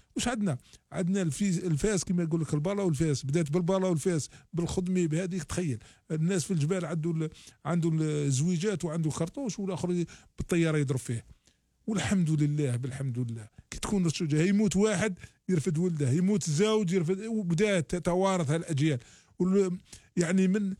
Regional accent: Algeria; احنا كجزائريين

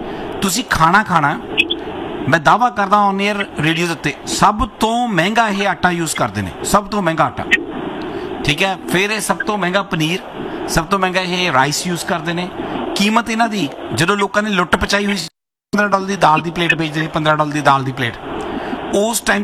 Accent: Ludhiana, Punjab, India; moved away; ਮੈਂ ਵੀ ਲੁਧਿਆਣੇ ਤੋਂ ਆ ਜੀ।

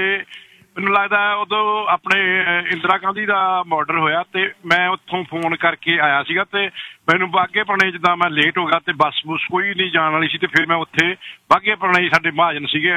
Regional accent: Moga, Punjab, India; ਪਹਿਲਾਂ ਤਾਂ ਮੈਂ ਇੰਡੀਆ ਦੀ ਤੈਨੂੰ ਸੁਣਾ, ਮੈਂ ਨਾ 1985 ਦੇ ਵਿੱਚ ਮੈਂ ਸਿਸਟਰ ਦੀ ਮੈਰਿਜ ਕੀਤੀ ਹੈ ਨਾ, ਤੇ ਉਦੋਂ ਵੀ ਫੋਨ ਬਹੁਤ ਘੱਟ ਹੁੰਦੇ ਸੀ, ਤੇ ਸਾਡੇ ਮੋਗੇ ਹੁੰਦਾ ਸੀਗਾ ਫੋਨ ਜਿੱਦਾਂ ਸਰਕਾਰੀ

